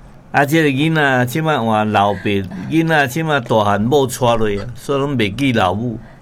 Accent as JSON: {"language": "Chinese", "town": "Fuzhou", "region": "Fujian", "country": "China", "said": "哎呀，我福州人那是讲台语呢。"}